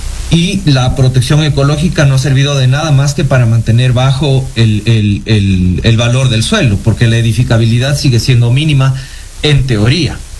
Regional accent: Quito, Pichincha, Ecuador; como ciudadanos, como quiteños

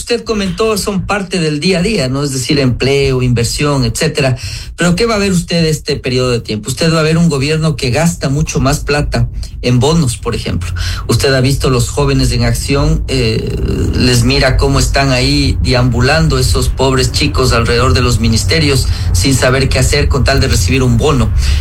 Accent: Ecuador; tenemos como ecuatorianos

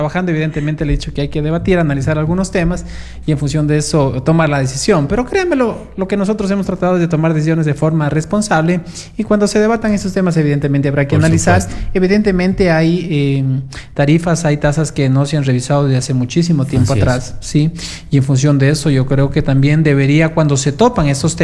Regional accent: Quinara parish, Loja, Ecuador; born there; tengo amigos de mi parroquia de Quinara

